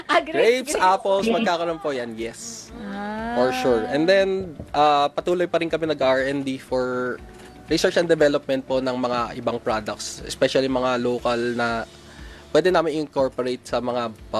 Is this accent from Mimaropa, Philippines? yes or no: no; Cordillera Administrative Region, Philippines; especially dun sa amin sa Ifugao.